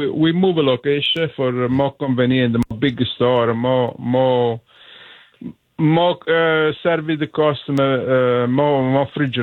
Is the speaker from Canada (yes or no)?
no; Salerno, Campania, Italy; Salerno, yes.